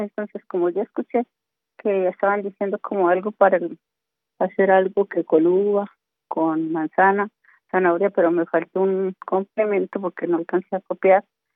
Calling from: Bogotá, Colombia; Yo vivo en Bosa

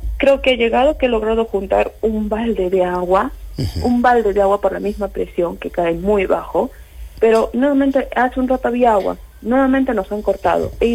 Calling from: Arequipa, Peru; Llamo desde Alto Selva Alegre

